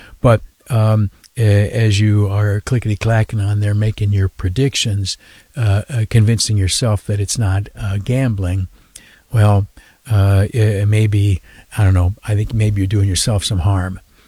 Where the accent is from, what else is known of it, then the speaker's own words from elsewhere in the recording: New York, United States; I am a conservative Republican. I'm from the Southern Tier.